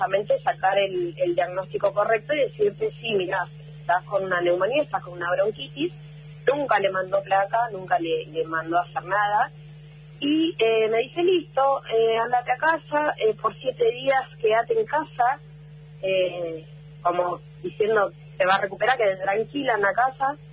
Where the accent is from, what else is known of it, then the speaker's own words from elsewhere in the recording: González Catán, Buenos Aires Province, Argentina; Imagínense, yo soy de González Catán. Tengo hospitales acá, pero lamentablemente acá los hospitales es la muerte.